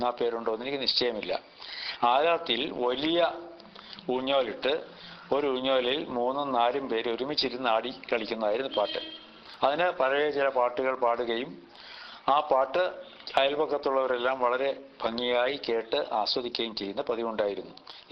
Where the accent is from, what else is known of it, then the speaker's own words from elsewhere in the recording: Alappuzha, Kerala, India; ഞങ്ങളുടെ നാട് എന്ന് പറയുന്നത് ആലപ്പുഴയുടെ പ്രാന്തപ്രദേശമാണ്. തുമ്പോളി എന്നതിനെ പറയും. അന്ന് അത് നഗരമായിരുന്നില്ല, പകുതി ഗ്രാമവും പകുതി നഗരവും എന്ന് പറയുകയായിരിക്കും ശരി.